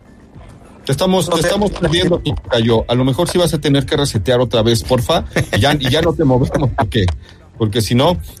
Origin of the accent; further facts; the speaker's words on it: Mexico; Es que yo soy un mal mexicano, banda.